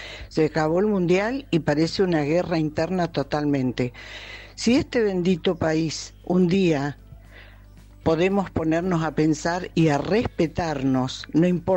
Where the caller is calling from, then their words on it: Argentina; mi humilde opinión como argentina, y tengo muchos años acumulados